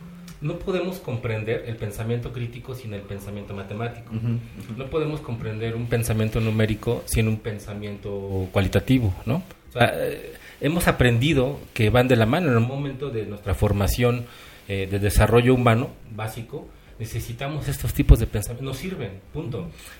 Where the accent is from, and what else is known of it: Mexico